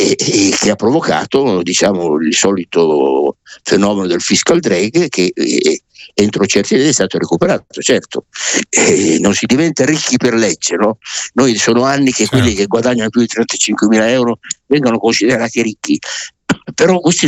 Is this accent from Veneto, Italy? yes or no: no; Emilia-Romagna, Italy; Io ovviamente sono emiliano romagnolo e quindi vado sempre vicino a casa.